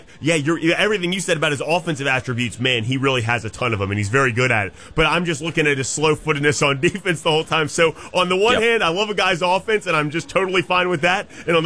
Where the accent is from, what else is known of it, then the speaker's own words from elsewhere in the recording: Memphis, Tennessee, United States; moved away; I'm from Memphis originally